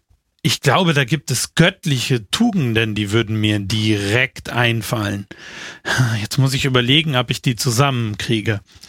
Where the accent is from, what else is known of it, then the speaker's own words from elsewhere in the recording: Germany; moved away; ich komme gebürtig aus Deutschland